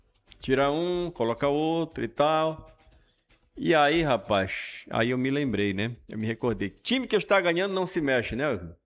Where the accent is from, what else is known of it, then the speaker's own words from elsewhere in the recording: Brazil; Para nós que somos brasileiros